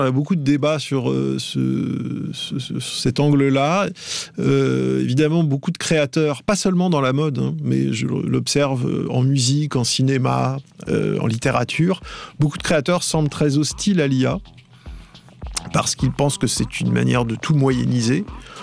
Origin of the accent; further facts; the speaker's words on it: France; chez nous, en France